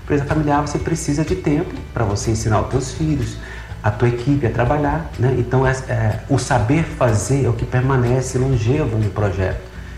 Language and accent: Portuguese; Catalão, Goiás, Brazil; born there; now in Brasília, Brazil